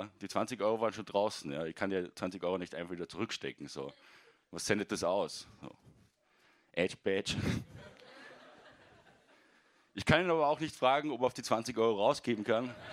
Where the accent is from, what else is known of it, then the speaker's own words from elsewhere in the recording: Salzburg, Austria; moved away as an adult; now in Vienna, Austria; Also ich bin ursprünglich aus Salzburg nach Wien gezogen, um dort so richtig durchzustarten als Comedian.